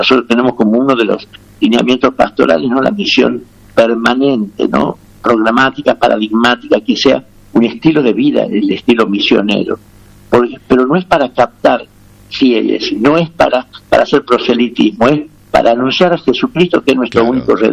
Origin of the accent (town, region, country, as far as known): Tucumán, Argentina